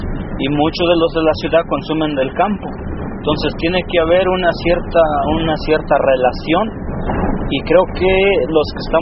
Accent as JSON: {"language": "Spanish", "region": "Puebla", "country": "Mexico", "said": "soy del municipio de Iztacamazlán"}